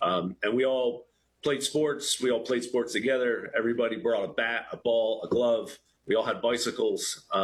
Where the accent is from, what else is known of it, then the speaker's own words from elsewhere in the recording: Philadelphia, Pennsylvania, United States; also born or lived in Yardley, Pennsylvania; Yeah, so from the Philadelphia region. I have one sister, one of two. And I'm from the Yardley, Pennsylvania area is where I landed.